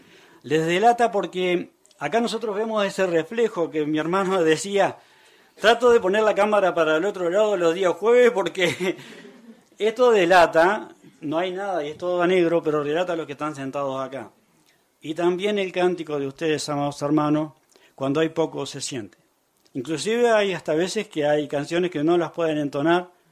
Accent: Uruguay; somos hermanos de Uruguay

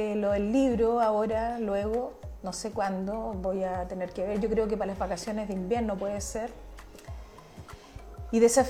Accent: Chile; como país, como chilenos

